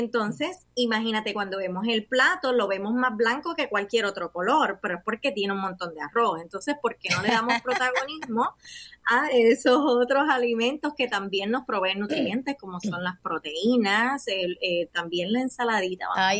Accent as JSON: {"language": "Spanish", "country": "Puerto Rico", "said": "me incluyo como boricua"}